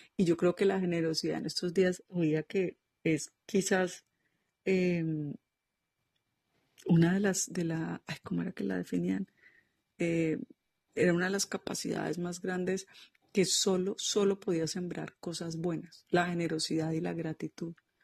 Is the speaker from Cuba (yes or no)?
no; Colombia; reconocernos como colombianos